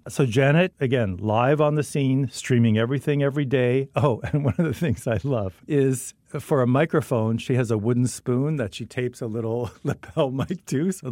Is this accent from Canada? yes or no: yes; Cape Breton, Nova Scotia, Canada; I'm from Nova Scotia. I grew up in Cape Breton